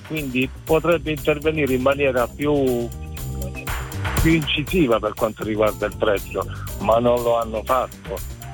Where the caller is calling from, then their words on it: Basilicata, Italy; sono lucano, però sto tornando da Roma, in Italia.